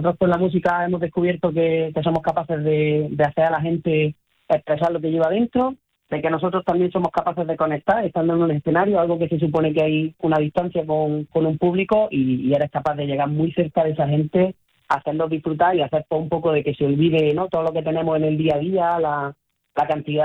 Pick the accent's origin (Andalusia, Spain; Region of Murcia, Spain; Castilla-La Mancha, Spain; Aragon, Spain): Andalusia, Spain; Granada; moved away as an adult; Yo soy de Granada y me mudé por estas tierras hace 3 añitos.